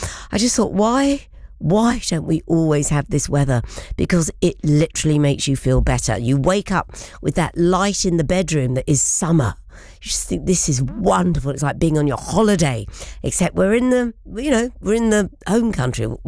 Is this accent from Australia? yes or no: yes; Australia; moved away; I grew up in Australia